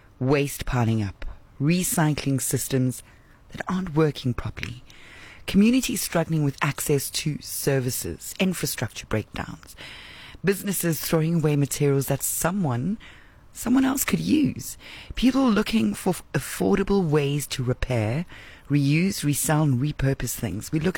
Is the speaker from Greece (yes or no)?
no; South Africa; But as a South African, we certainly have no shortage of problems to solve.